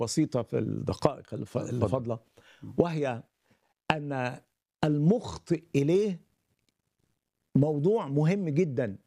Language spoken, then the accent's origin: Arabic; Egypt; وحكى لي هذه القصة لما عرف أن أنا مصري